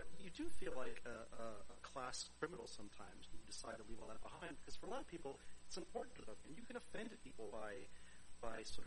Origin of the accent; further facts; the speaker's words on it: Charleston, West Virginia, United States; You know, I grew up in Charleston, West Virginia, and lived in the suburbs.